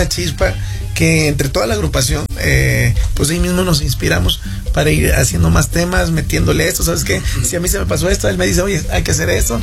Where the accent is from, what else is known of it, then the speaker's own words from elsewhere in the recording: Veracruz, Mexico; Somos originarios de Veracruz, Puerto.